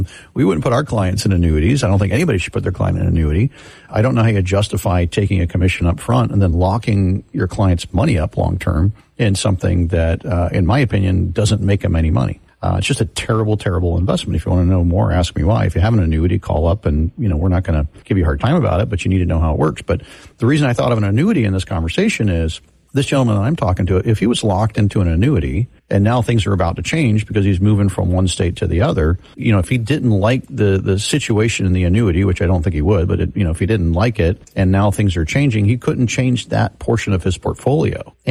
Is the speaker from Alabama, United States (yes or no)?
no; Florida, United States; born or raised there